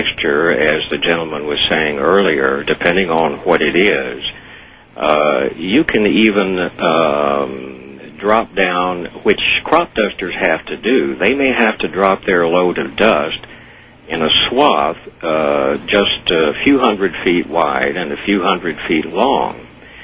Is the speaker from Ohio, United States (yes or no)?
no; Arkansas, United States; now in Hawaii, United States; where I was raised in Arkansas